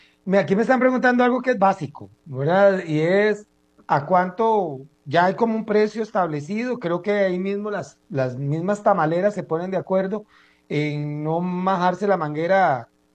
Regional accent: San Sebastián, San José, Costa Rica; yo soy de San Sebastián, así que no me queda tampoco tan lejos.

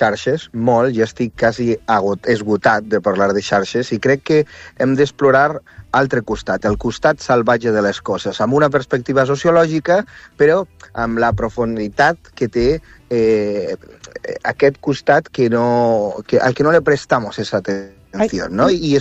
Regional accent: Ourense, Galicia, Spain; Catalan is a second language; now in Argentina; Sí, jo sóc gallec, sóc d'Ourense, mai he viscut pràcticament a Catalunya

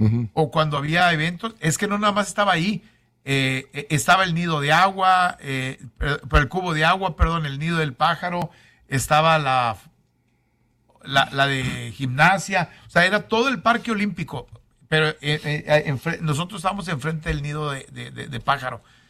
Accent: Mexico; ahí vivimos enfrente, somos mexicanos, pero rentamos el departamento por un año.

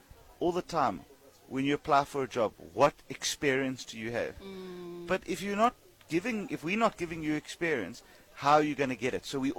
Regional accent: England, United Kingdom; I'm English.

